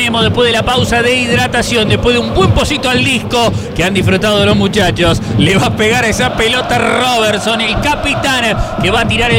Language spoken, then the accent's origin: Spanish; Cinco Saltos, Río Negro, Argentina; moved away; Yo soy de Río Negro, soy de Cinco Saltos.